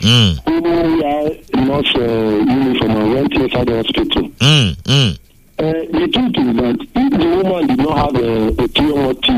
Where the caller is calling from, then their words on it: Ibadan, Oyo, Nigeria; I'm calling from Ibadan.